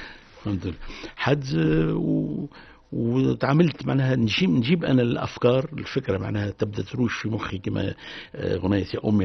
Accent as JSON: {"language": "Arabic", "country": "Tunisia", "said": "انا تونسي"}